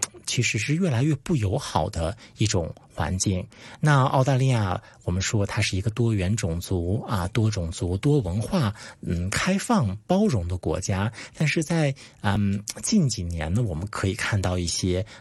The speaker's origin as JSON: {"language": "Chinese", "region": "Shanxi", "country": "China", "moved": "yes", "said": "我们山西主要是以这个面食为主"}